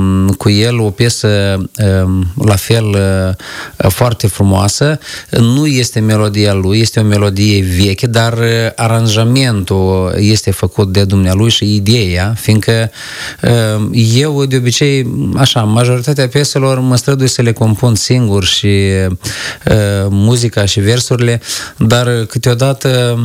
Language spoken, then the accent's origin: Romanian; North, Romania; Eu sunt de la Nord, când concertez la Nord, cu siguranță cei de la Nord vor să asculte ceva din așa